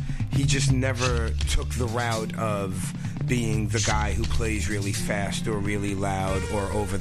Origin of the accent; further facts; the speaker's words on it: New York City, New York, United States; I'm a drummer from New York City.